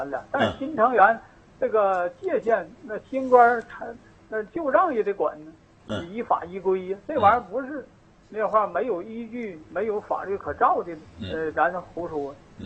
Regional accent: Jinzhou, Liaoning, China; 我是土生土长，在这个村长大的。

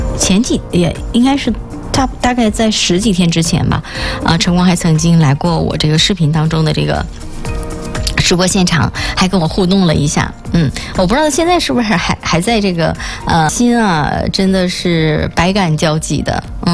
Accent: Northeast China, China

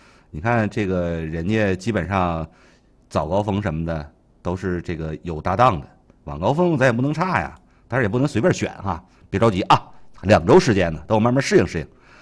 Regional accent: China; 作为中国人骨子里的东西啊

